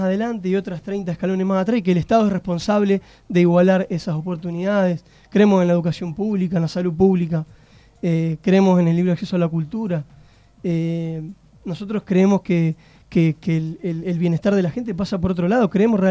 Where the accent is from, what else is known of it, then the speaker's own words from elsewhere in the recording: Argentina; Como vecino, como argentino